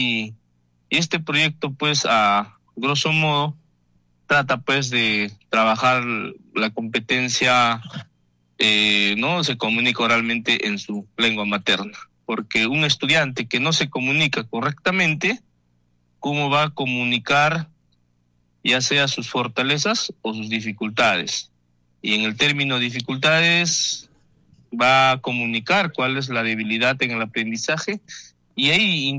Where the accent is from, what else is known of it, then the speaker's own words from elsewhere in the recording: Coracora, Ayacucho, Peru; yo soy natural de Coracora, barrio San Marcos. Yo he estudiado pues mi primaria en la 9 de diciembre, y bueno, nuestro pedagógico pues de la ciudad de Coracora.